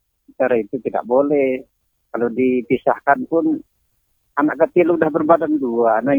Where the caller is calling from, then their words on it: East Lombok, West Nusa Tenggara, Indonesia; Di Lenek Baru